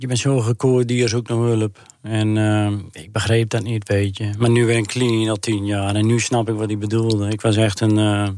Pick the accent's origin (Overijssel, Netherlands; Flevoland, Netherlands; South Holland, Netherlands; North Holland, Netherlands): Flevoland, Netherlands; Urk; Ja, ik ben opgegroeid op Urk natuurlijk. En we zijn Urkers en op Urk iedereen ademt vis.